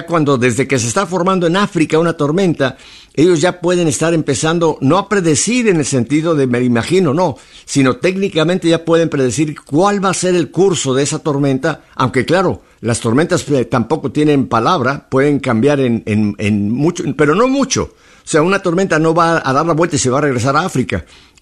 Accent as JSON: {"language": "Spanish", "country": "Mexico", "lives_now": "United States", "said": "aquí no estoy yo porque yo soy americano, tengo una nacionalidad americana, aunque soy mexicano, y eso nunca se me va a quitar"}